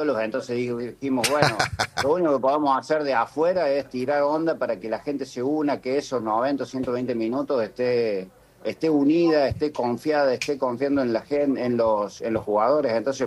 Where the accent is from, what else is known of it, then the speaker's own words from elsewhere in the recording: Argentina; Así somos nosotros y así somos los argentinos.